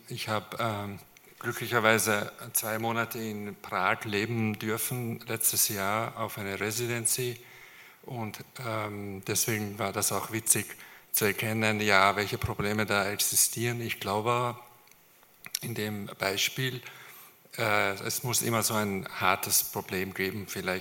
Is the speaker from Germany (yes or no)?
no; Tehran, Tehran Province, Iran; now in Graz, Austria; Ich bin auch in Teheran aufgewachsen